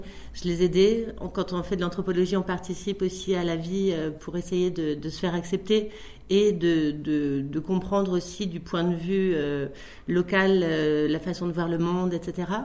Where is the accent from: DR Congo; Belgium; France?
France; Puy-Saint-Vincent, Provence-Alpes-Côte d'Azur; Eh bien, moi, je suis née donc à Puy-Saint-Vincent et j'ai grandi à Puy-Saint-Vincent, dans les Hautes-Alpes.